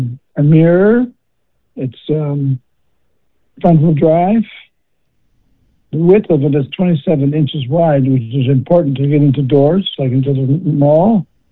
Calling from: Carmen, Manitoba, Canada

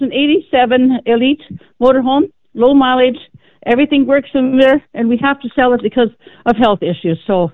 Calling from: Manitoba, Canada

